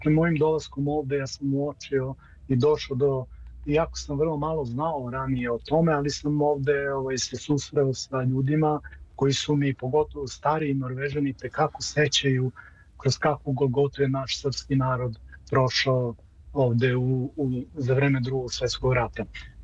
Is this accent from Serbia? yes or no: no; Kosovo; now in Scandinavia; posebno sam se zadnje godine i opredelio da i nekako sačuvamo i dijalekt, baš s obzirom da dolazim sa Kosova i Metohije, napisao sam i nekoliko knjiga na dijalektu.